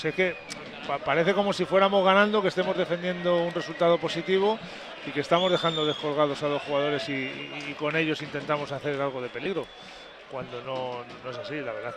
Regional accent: Leganés, Community of Madrid, Spain; Yo que soy de aquí, de Leganés, de toda la vida, he jugado en este club en Segunda B.

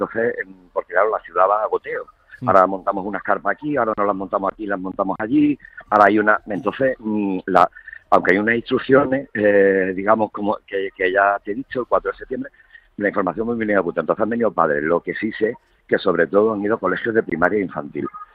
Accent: Ceuta, Spain; Yo he vivido en Madrid, estudié en Granada, estudié en la Universidad Católica de Lovaina, en Bélgica. Yo me formé como cualquier chaval de Ceuta que va a su estudio universitario, pero decidí examinarme aquí para ser funcionario aquí y estar en mi vida, en mi casa.

